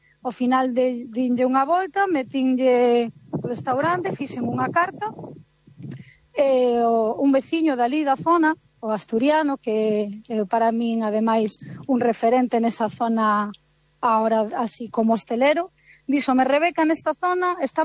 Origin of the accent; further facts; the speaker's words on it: Galicia, Spain; ao final somos galegos e comemos como galegos.